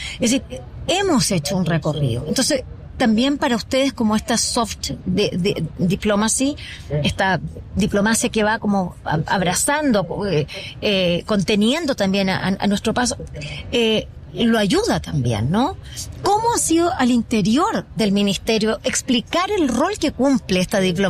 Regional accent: Chile; a mí me pasa como chilena, como periodista

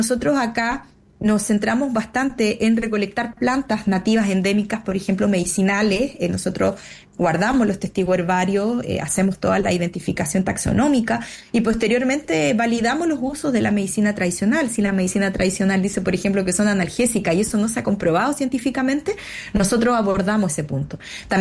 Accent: Chile

